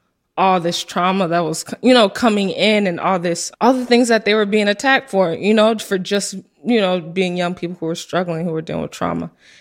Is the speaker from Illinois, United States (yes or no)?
yes; Evanston, Illinois, United States; moved away as an adult; now in Chicago, United States; I grew up in Evanston my whole life.